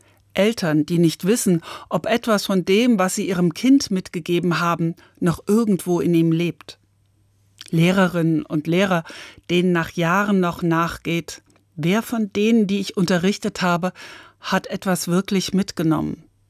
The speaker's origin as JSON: {"language": "German", "town": "Frankfurt am Main", "region": "Hesse", "country": "Germany", "tie": "born or raised there", "said": "10 Menschen aus meiner Heimatstadt Frankfurt am Main haben ein Jahr lang jeweils einen jungen geflüchteten Mann begleitet."}